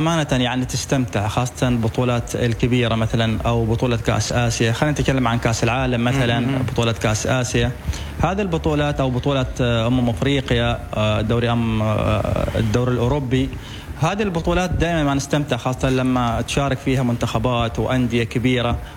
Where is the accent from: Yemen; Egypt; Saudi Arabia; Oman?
Oman; نفتخر كعمانيين